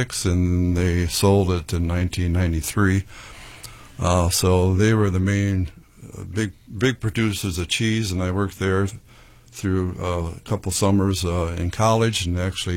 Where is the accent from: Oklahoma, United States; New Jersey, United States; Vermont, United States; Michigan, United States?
Michigan, United States; Pinconning; Born and raised in Pinconning